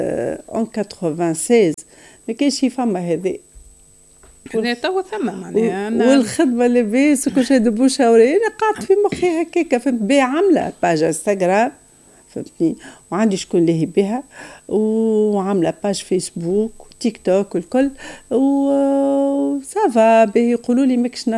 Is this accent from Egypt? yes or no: no; Tunisia; انا تونسيه هاوش قاعده